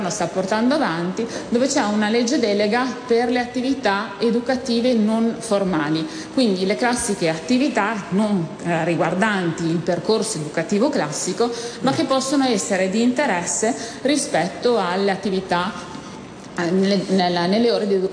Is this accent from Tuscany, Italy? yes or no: no; Piacenza, Emilia-Romagna, Italy; io sono di Piacenza